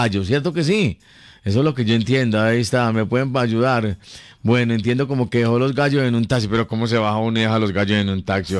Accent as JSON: {"language": "Spanish", "country": "Colombia", "said": "Así somos los colombianos."}